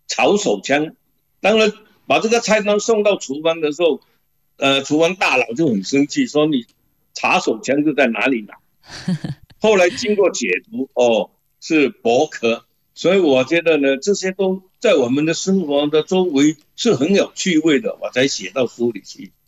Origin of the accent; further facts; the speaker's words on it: Shantou, Guangdong, China; 我们汕头人呢有个炒海瓜子，我们叫薄壳